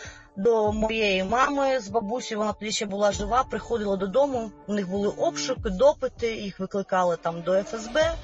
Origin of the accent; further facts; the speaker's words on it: Crimea, Ukraine; то я теж прийняла рішення, бо я сама з Криму, і фактично повертатися було нема куди